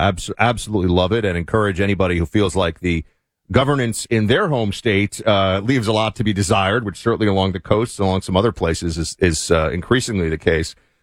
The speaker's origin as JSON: {"language": "English", "region": "Florida", "country": "United States", "said": "So you are running for governor in Florida, my home state here"}